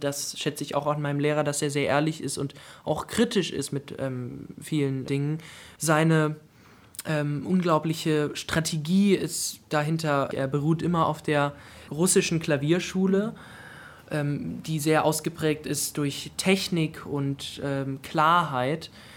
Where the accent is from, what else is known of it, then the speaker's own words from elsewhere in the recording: Weimar, Thuringia, Germany; Ich wurde in Weimar geboren, das ist meine Heimatstadt und dadurch, dass hier zwei Universitäten sind, gibt es auch ganz viele junge Leute und es ist sehr belebt, eine frische Atmosphäre.